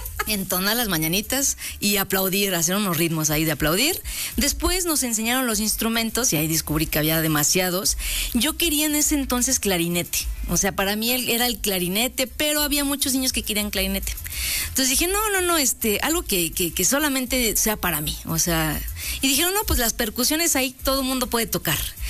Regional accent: Mexico

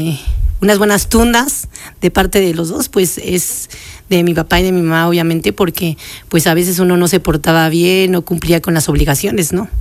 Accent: Puebla, Mexico; mi edad es de 36 años. Yo nací aquí en Puebla y en Loma Bella, Arboledas de Loma Bella

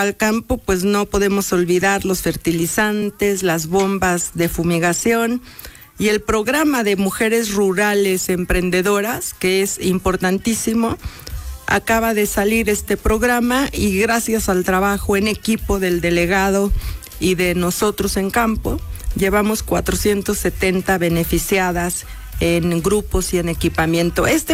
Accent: San Martín, Mexico; es mi casa. ¿No? Mi tierra.

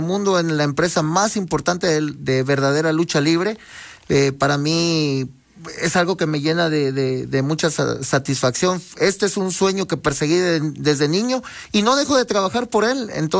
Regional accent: Veracruz, Mexico; now in Puebla, Mexico; a la escuela del puerto de Veracruz, donde yo nací, donde yo crecí, en arenas que no tenían techo, que no tenían piso, en una colonia que se llama Dos Caminos

